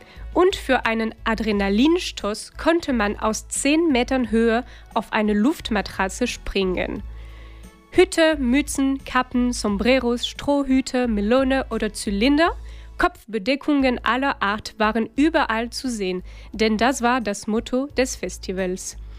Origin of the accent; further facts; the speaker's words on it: Brittany, France; Also ich glaube, es ist jetzt bewusst, dass meine Heimat in Frankreich die Bretagne ist.